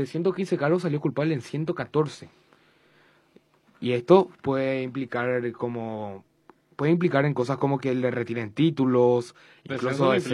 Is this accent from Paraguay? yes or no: yes; Paraguay; hasta nosotros los mismos paraguayos